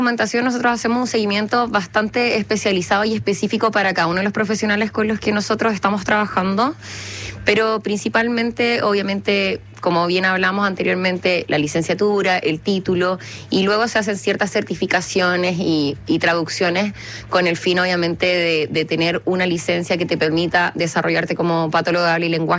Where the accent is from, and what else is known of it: Chile